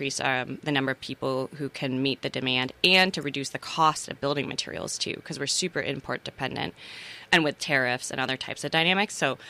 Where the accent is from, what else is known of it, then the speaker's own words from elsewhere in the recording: Strafford, Vermont, United States; when I was growing up in Stratford, like all of my best friend's dads were carpenters.